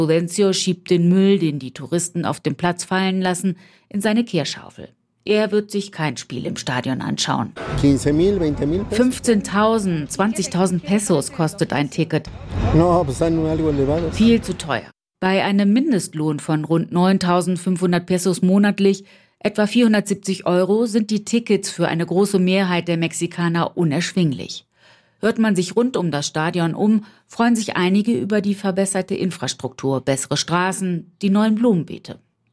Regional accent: Colombia; Ich freue mich besonders auf die Teams aus Lateinamerika, vor allem aber auf Kolumbien. Das ist meine Heimat.

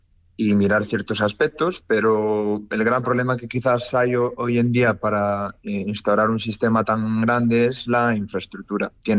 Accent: Galicia, Spain; nosotros que somos de Galicia, por ejemplo, de noche no tienes acceso al servicio de emergencias de la aldea en la que vives

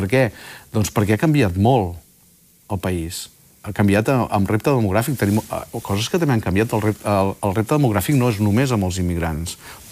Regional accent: Catalonia, Spain; born there; Bueno, jo he nascut a Catalunya.

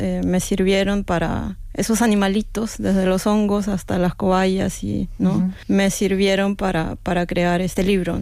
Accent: Lima, Peru; now in Norway; porque vengo de una ciudad, yo soy de Lima, una ciudad donde los animales están abandonados, están maltratados o son las mascotas, ¿no?

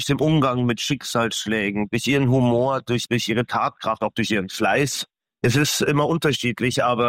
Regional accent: Bavaria, Germany; also born or lived in Munich; ich bin ja Bayer und ich habe ja lange in München gelebt

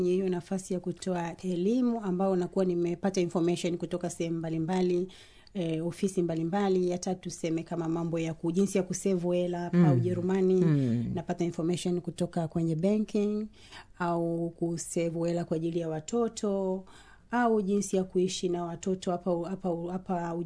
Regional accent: Tanzania; moved away as an adult; now in Germany; si tunatoka Tanzania

